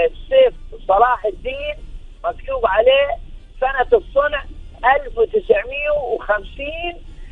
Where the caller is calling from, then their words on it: Dubai, United Arab Emirates; لما انتقلت من بيتي بما أنا من الإمارات في دبي من منطقة جميرة إلى منطقة البرشة